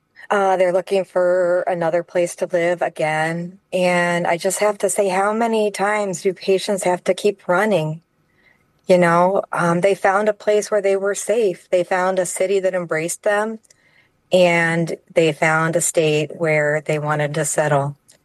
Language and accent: English; Ohio, United States; born there; I was born in Ohio.